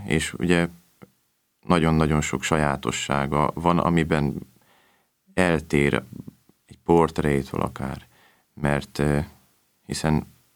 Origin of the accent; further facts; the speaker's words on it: Máriapócs, Szabolcs-Szatmár-Bereg, Hungary; Mária Pócson nőttem föl